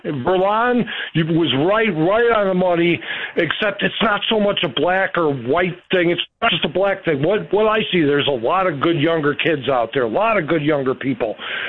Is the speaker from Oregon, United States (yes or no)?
no; Manteno, Illinois, United States; Hey, I'm actually not from Wilmington. I was passing through there one day when I called you. I'm from Manteno.